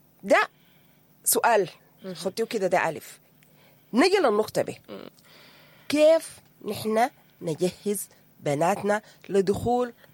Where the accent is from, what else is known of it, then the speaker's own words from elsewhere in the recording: Sudan; في مشكلة كبيرة عندنا كسودانيين في الجواب على الأسئلة المحرجة من أطفالنا الأبرياء